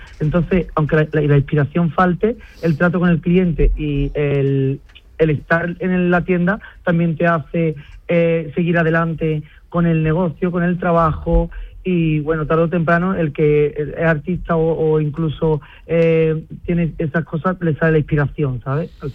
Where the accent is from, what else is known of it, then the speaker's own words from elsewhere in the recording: Andalusia, Spain; Aquí es la parte de la Sierra Norte, donde yo he crecido, desde donde sale todo mi trabajo, porque tuve claro desde el principio que todo lo que se fabricase iba a ser desde mi pueblo, se iba a sacar todo desde aquí, desde mi lugar de origen.